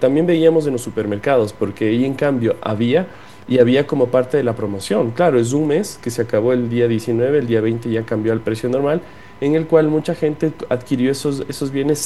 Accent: Ecuador

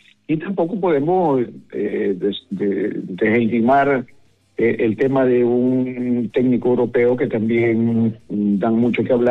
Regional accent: Ecuador; como ecuatorianos teníamos esperanza de que nuestra selección llegara a mejores términos.

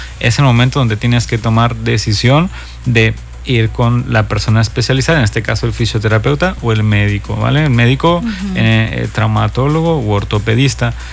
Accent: Mérida, Yucatán, Mexico; yo soy de la ciudad de Mérida, soy yucateco.

